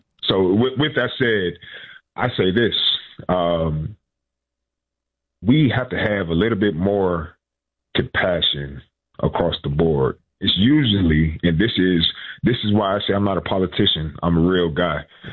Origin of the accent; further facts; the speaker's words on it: Flint, Michigan, United States; I am born and raised in Flint. We have voted Democrat my entire life, my mother's entire life.